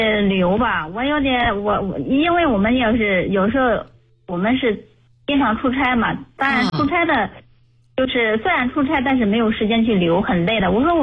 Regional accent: China; moved away; 像我们老家旁边就是在那叫什么吕梁，很近的。

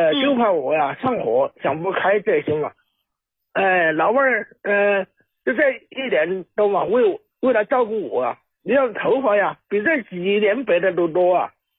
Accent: Chongqing, China; 哎，张老师，我家是重庆的。

